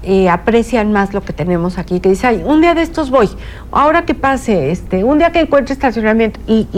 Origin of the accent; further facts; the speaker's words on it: Mexico; qué importante es que como mexicanos conozcamos qué es lo que pasó